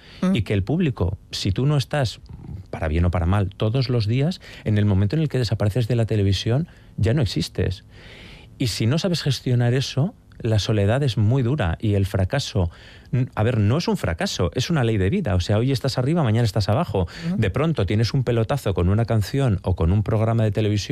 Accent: Trucíos, Basque Country, Spain; now in Madrid, Spain; A ver, bueno, soy madrileño de adopción, pero

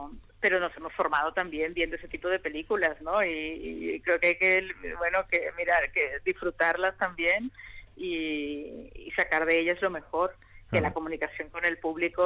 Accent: Venezuela; moved away; yo viví en Venezuela, que es mi país de origen

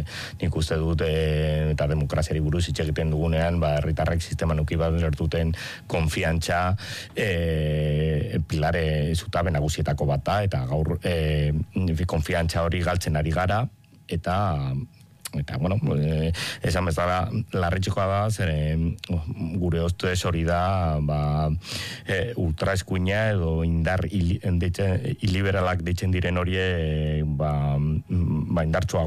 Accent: Basque Country, Spain; Sortez edo zoritxarrez, ni bizkaitarra naiz

